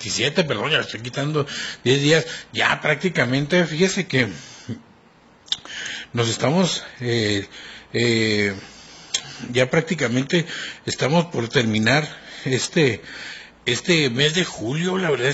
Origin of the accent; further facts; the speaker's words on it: Mexicali, Baja California, Mexico; Yo sé que somos de Mexicali, que resistimos, que somos la raza de bronce